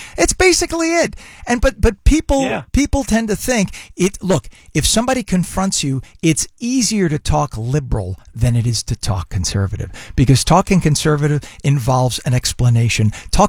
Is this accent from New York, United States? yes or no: yes; New Rochelle, New York, United States; from my home county of Westchester, born and raised in New Rochelle.